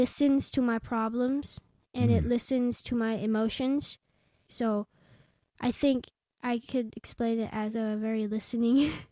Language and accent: English; South Korea; English is a second language; also born or lived in Fairfax, Virginia / Philippines; now in United States; So I was born in Virginia, Fairfax, and I then moved to Philippines and then Korea, and then I started the flute in Korea.